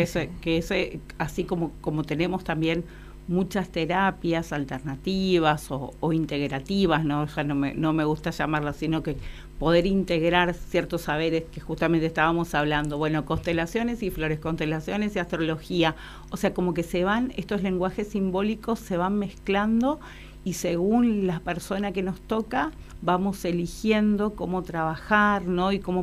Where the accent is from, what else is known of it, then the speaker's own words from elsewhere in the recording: Ituzaingó, Corrientes, Argentina; me crié en un lugar, en Ituzaingó, en Corrientes, donde había mucho intercambio de gente, mucha gente que me nutrió el alma